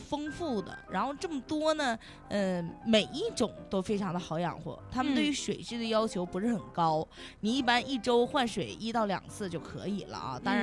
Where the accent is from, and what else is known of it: China